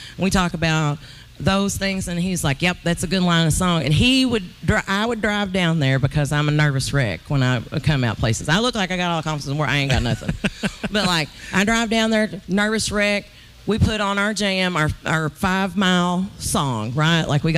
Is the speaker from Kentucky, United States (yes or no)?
yes; Kentucky, United States; We're from Eastern Kentucky.